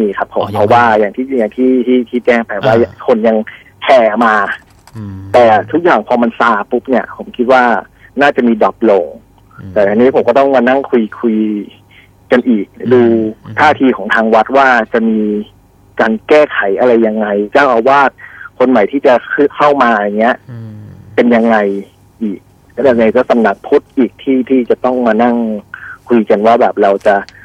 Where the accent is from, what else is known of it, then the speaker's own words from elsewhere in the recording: Ayutthaya, Phra Nakhon Si Ayutthaya, Thailand; ตัวผมเองก็เป็นคนอยุธยา